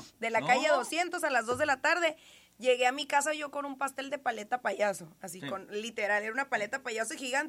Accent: Mexico; Pero lo que sí súper lleno, como buenos mexicanos, de última hora, a eso de las 2 de la tarde, apenas buscando pastel

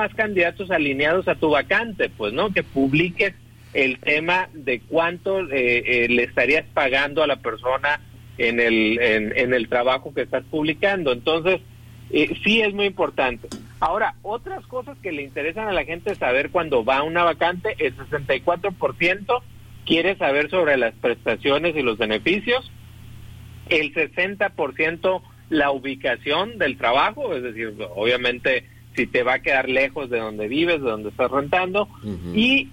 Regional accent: Hermosillo, Sonora, Mexico; also born or lived in Guaymas, Mexico; yo nací en Guaymas, pero toda mi vida prácticamente he vivido aquí en Hermosillo. Solamente 2 años, mis primeros 2 años los viví en Guaymas.

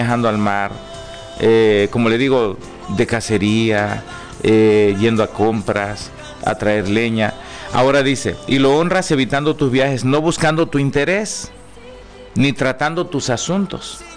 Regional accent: Chiapas, Mexico; de nuestro país, de nuestro Chiapas, de nuestro municipio

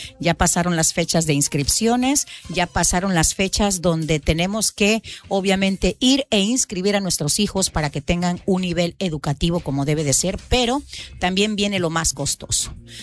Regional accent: Chiapas, Mexico; Estamos siendo afectados como costeños

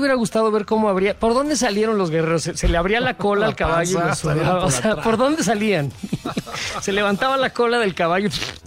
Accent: Mexico; con todo lo que nos quejamos los mexicanos

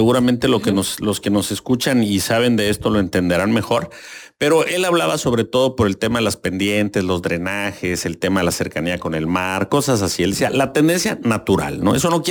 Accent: Tapachula, Chiapas, Mexico

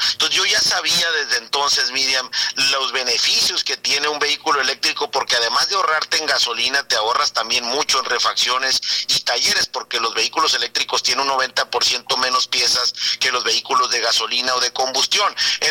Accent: Guaymas, Sonora, Mexico; gracias por hacer énfasis también de que pues soy oriundo de Guaymas, como bien lo comentas.

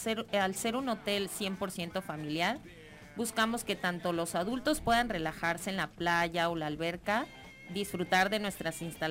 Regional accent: Oaxaca, Mexico; la hospitalidad que nos distingue como oaxaqueños también.

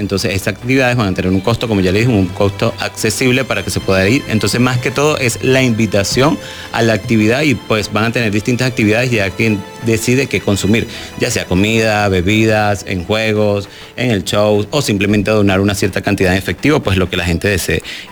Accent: Venezuela; moved away; yo como venezolano

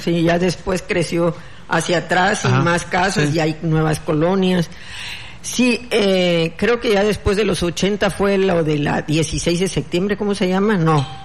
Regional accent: Tapachula, Chiapas, Mexico; also born or lived in Mexico City; Yo no nací en Chiapas, yo nací en el Distrito Federal. Ajá. Por Chapultepec, en un hospital

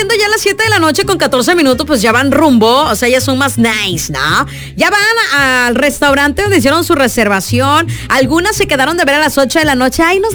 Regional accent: Mexico; Porque somos así las mamás mexicanas.

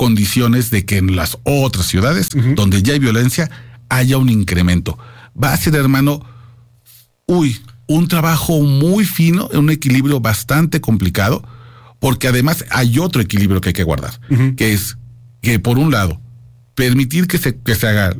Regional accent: Mexico City, Mexico; la Ciudad de México está bastante, sí, bien, estamos muy aceitados, y como chilangos, la, uh-huh, verdad es que ya conocemos bien.

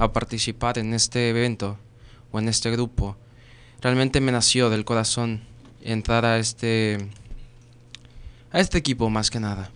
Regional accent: Mexico; como mexicanos siempre tenemos ese aspecto de patriotismo adentro

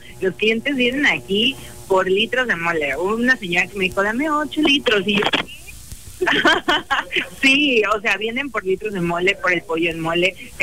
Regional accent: Cárdenas, Tabasco, Mexico; yo soy de Cárdenas

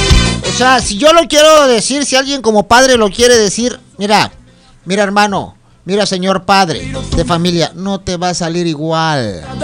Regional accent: Mexico

